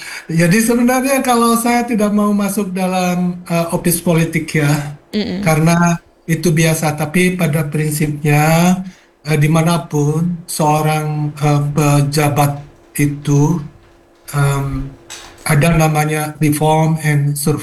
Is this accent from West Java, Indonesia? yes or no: no; Malang, East Java, Indonesia; kita sebagai warga Malang.